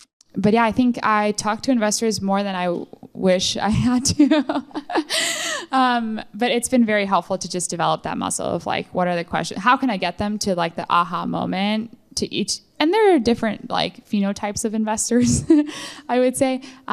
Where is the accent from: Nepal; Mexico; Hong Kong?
Mexico; moved away; I'm from Mexico. I grew up in Mexico.